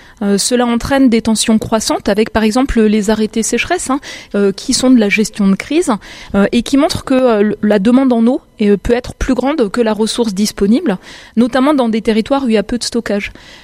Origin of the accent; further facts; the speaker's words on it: Grand Est, France; j'ai grandi en Lorraine. Je passais mes vacances d'été en Bretagne